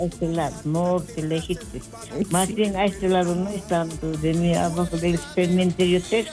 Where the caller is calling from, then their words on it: Bolivia; Aquí de la zona sur, de la calle Pagador, Potosí, y la América, ahí estoy, al sur, de la Walter con Maca.